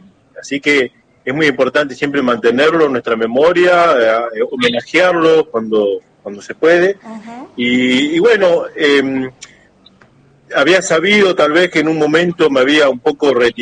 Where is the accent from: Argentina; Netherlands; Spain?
Argentina; Patagonia; uno ama esta tierra como argentino, como patagónico